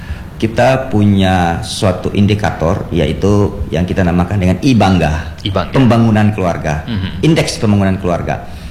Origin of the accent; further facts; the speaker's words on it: North Maluku, Indonesia; Saya berasal dari Maluku Utara, hidup di kampung, orang tua nelayan, ibu seorang petani.